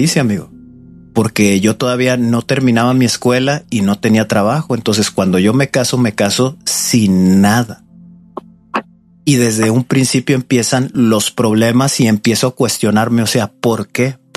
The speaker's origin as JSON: {"language": "Spanish", "town": "Torreón", "region": "Coahuila", "country": "Mexico", "moved": "as an adult", "lives_now": "Morelia, Mexico", "said": "Yo soy de Torreón, Coahuila, y viajamos a Morelia hacia el centro de México."}